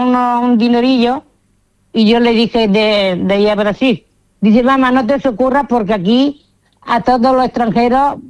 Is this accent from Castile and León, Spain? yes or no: no; Seville, Andalusia, Spain; born there; moved away as an adult; now in Alcanar, Spain; Sí, nosotros, yo nací en Sevilla.